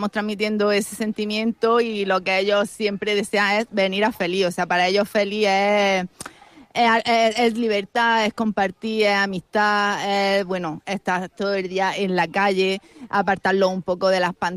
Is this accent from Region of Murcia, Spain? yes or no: no; Félix, Andalusia, Spain; doy gracias a este pueblo porque aunque no pertenecemos a él desde nuestras raíces, pero las raíces que he creado yo aquí ya son para siempre y para toda la vida